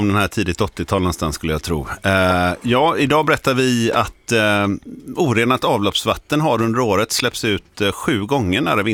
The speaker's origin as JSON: {"language": "Swedish", "region": "Skåne", "country": "Sweden", "accent": "Scanian", "said": "Men jag har också en skånsk. Det hör ni väl på min dialekt."}